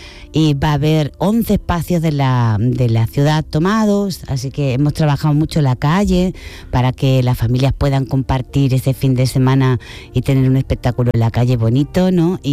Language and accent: Spanish; El Puerto de Santa María, Andalusia, Spain; accent: Argentine; moved away; also born or lived in Argentina; Yo soy del puerto de Santa María, Cádiz, pero he pasado 20 años viviendo en Argentina. Y bueno, y las cosas se pegan, ¿no?